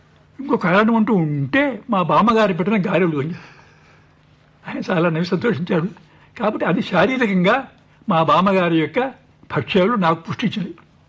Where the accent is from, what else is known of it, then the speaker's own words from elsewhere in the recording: Machilipatnam, Andhra Pradesh, India; born there; also born or lived in his home village (unnamed); అందువల్ల మచిలీపట్నం వచ్చాం. కాబట్టి మాధ్యమిక విద్య అంతా కూడా మచిలీపట్నంలో జరిగింది.